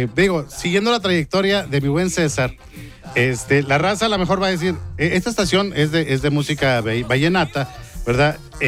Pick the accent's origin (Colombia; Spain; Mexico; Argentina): Mexico; Monterrey, Nuevo León; Es más, y como somos regios y somos como hermanos, nos podemos hasta dar besos.